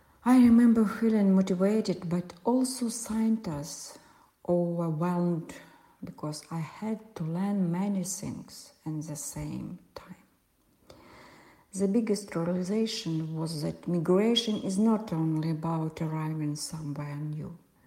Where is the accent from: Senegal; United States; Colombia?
Senegal; English is a second language; moved away as an adult; now in Germany; I'm originally from Senegal, and I came to Germany because I was looking for better educational and professional opportunities. In Senegal, I had ambitions and dreams